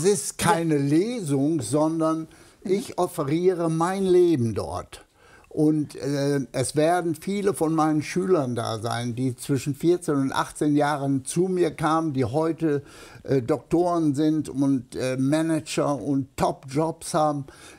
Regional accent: North Rhine-Westphalia, Germany; now in Canada; Das ist meine alte Heimat.

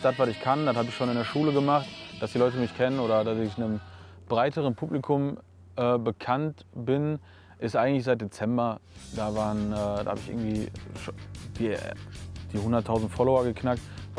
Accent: North Rhine-Westphalia, Germany; Aufgewachsen in Mörserfeld

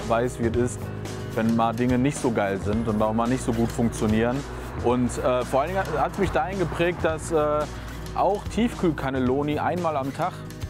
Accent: Essen, North Rhine-Westphalia, Germany; Ich bin mittlerweile 29 Jahre alt. Moin. Aufgewachsen in Mörserfeld.

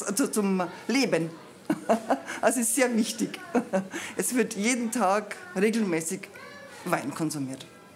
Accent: Bavaria, Germany; now in France; Ich komme aus dem Bayerischen Wald, Niederbayern.

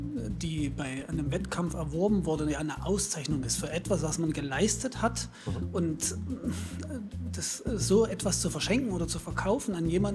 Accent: Halle, Saxony-Anhalt, Germany; Ich komme aus Halle an der Saale.

